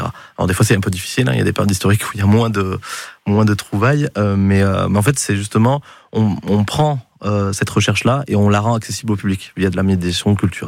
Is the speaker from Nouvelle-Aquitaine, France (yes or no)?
yes; Nouvelle-Aquitaine, France; La famille sur Guiche, mes parents sont sur Bidache. Donc finalement, je suis d'ici, je suis de Saint-Pé